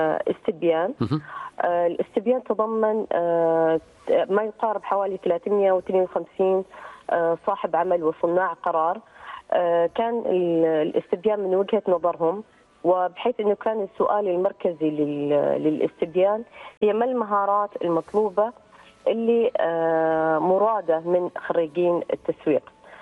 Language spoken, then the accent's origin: Arabic; Oman; عندنا في سلطنة عمان